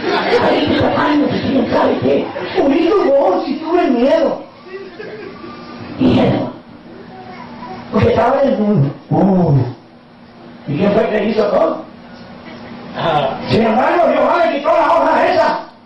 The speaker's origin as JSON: {"language": "Spanish", "country": "Italy"}